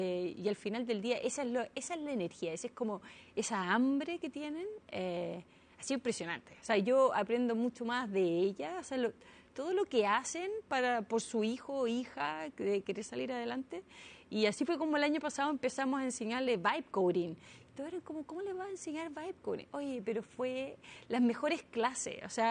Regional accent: Chile; also born or lived in Silicon Valley, United States; now in Santiago, Chile; de provincia, no, sin ni un gran network.

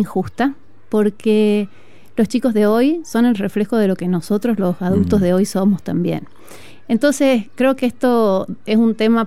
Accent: San Miguel de Tucumán, Tucumán, Argentina; now in Chile; yo soy del norte de Argentina.

